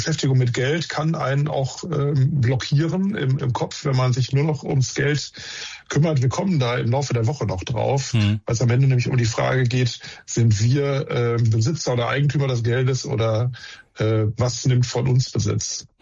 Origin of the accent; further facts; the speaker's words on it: Wesel, North Rhine-Westphalia, Germany; moved away as an adult; also born or lived in Hamm; now in Münster, Germany; Geboren bin ich in Hamm-Westfalen, gar nicht so weit weg von hier, aber aufgewachsen in Wesel am Niederrhein